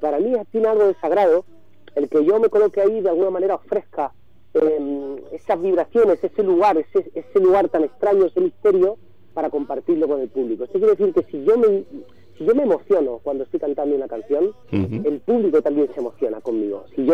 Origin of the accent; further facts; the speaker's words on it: Málaga, Andalusia, Spain; now in Madrid, Spain; soy un malagueño que vive en Madrid desde hace ya 35, 40 años